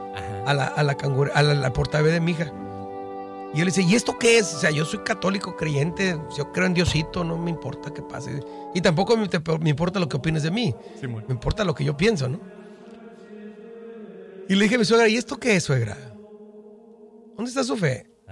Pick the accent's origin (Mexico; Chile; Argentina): Mexico; Tijuana, Baja California; Yo soy tijuanense, allá en la vivíamos en La Libertad.